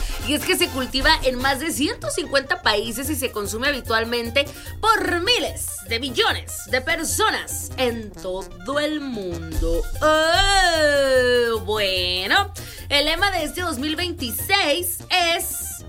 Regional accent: Mexico

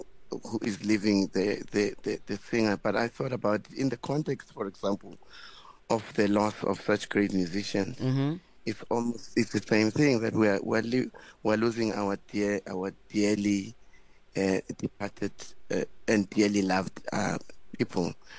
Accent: Limpopo, South Africa; On my experiences when I was growing up in Limpopo.

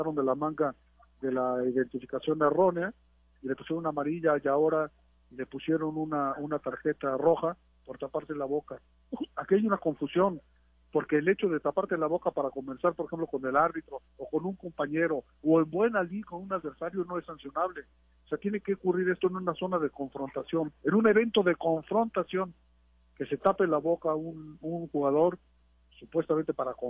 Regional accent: Mexico

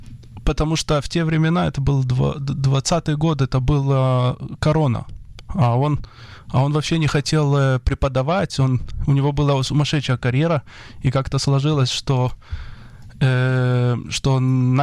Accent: Israel; born there; Russian is a second language; родился я в Израиле.

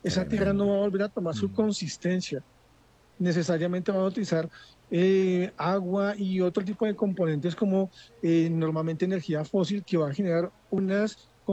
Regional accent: Colombia; Es lo que todos hemos logrado como colombianos, como consumidores.

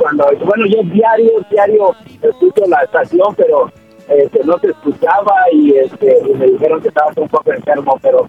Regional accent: Jilotepec, State of Mexico, Mexico; Somos del Estado de México, de Jilotepec, Estado de México, Campino.

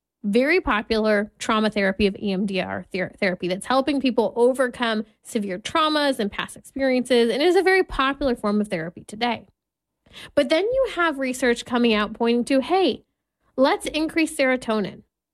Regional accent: California, United States; That is one of the many reasons why we talk a lot about what happens here in my home state of California.

